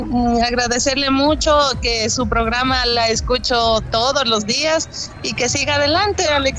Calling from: Ambato, Tungurahua, Ecuador; Por Guachito Torres vivo.

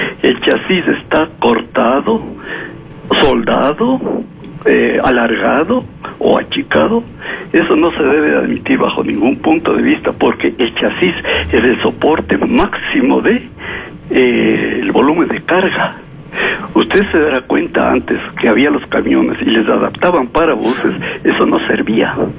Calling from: Quito, Pichincha, Ecuador; como quiteño

